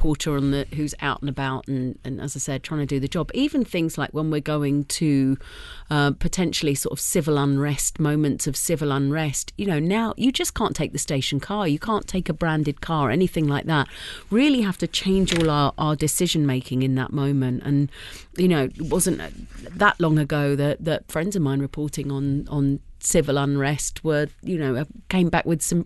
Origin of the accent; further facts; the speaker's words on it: United Kingdom; moved away; I'm British